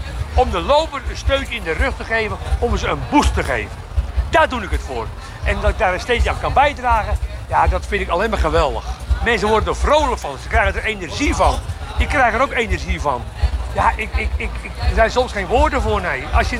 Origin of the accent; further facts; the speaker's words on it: Castricum, North Holland, Netherlands; ik kom uit Castricum, Noord-Holland, Castricum aan Zee.